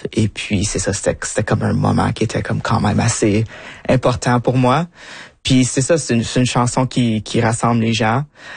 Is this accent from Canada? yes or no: yes; Ontario, Canada; je viens du nord de l'Ontario.